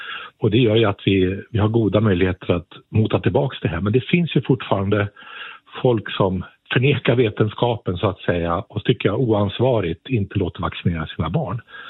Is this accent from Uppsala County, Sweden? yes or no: no; Gothenburg, Västra Götaland County, Sweden; now in Umeå, Sweden; Jag är från Göteborg, jag får skillnad för det. Jag har bort i Umeå sen mer än 30 år tillbaka.